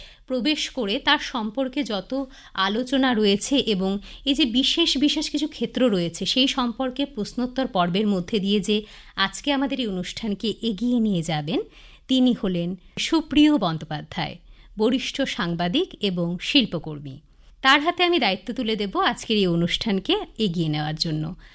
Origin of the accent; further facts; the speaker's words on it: West Bengal, India; পশ্চিমবঙ্গের রাজ্যে আমরা বসবাস করি, সেই পশ্চিমবঙ্গ দিবস নিয়ে। আমাদের রাজ্য যেখানে আমাদের বাসস্থান, যেখানে আমাদের ছোট থেকে বড় হয়ে ওঠা, কিংবা যেখানে আমাদের কর্মসংস্থান এবং যেখানে আমাদের সমাজ জীবন, পারিবারিক জীবন সব কিছু নিয়েই আমাদের বেড়ে ওঠা এবং আমাদের যাপন, সেই রাজ্য অর্থাৎ আমাদের পশ্চিমবঙ্গ রাজ্যের